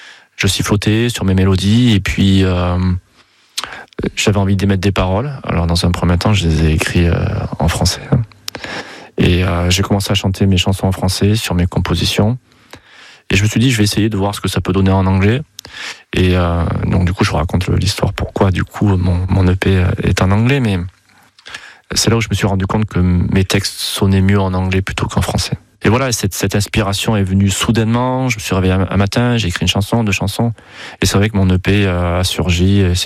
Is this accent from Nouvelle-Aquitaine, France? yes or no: yes; Terrasson-Lavilledieu, Nouvelle-Aquitaine, France; je suis originaire de Terrassant-la-Ville-Dieu